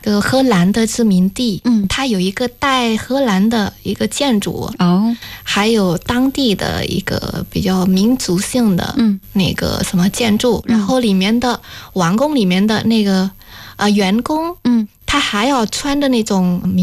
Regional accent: Yogyakarta, Special Region of Yogyakarta, Indonesia; moved away as an adult; 我爸爸是在印尼出生的，对，我也是在印尼出生。

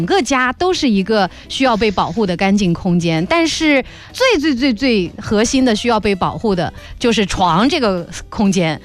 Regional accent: Zhejiang, China; moved away; 就像我老家浙江农村

